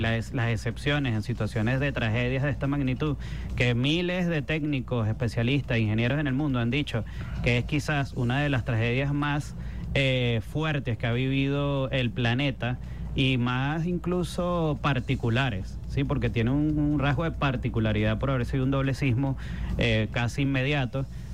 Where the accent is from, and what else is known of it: Venezuela